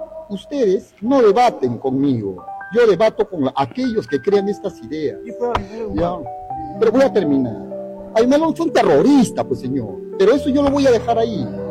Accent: Ayacucho, Peru; yo vengo de Ayacucho

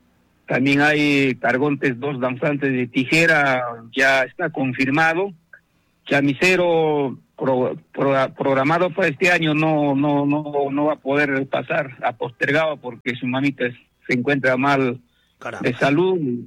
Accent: Peru; todos los que somos hijos de Coypapampa vamos a llevar la retama.

